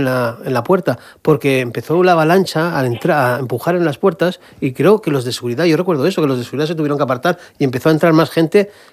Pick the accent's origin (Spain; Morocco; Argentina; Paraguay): Spain; Barcelona, Catalonia; now in Murcia, Spain; yo soy de Barcelona y llegué a Murcia en plena ebullición, tanto mía como de la ciudad.